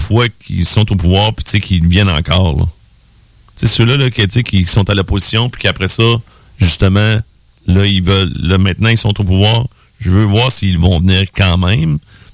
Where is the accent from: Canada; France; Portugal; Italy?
Canada; Quebec; je suis de la Chaudière qui a Dominique Dumas contre Martine Biron et autres